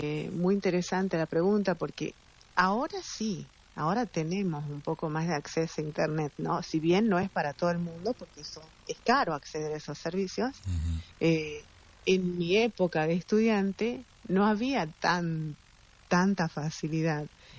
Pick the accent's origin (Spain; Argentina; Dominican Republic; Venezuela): Argentina; Amaicha del Valle, Tucumán; now in San Miguel de Tucumán, Argentina; yo soy de Tucumán, pero no de Capital. Soy de un lugar que está a 200 kilómetros de Tucumán, que es una comunidad originaria también.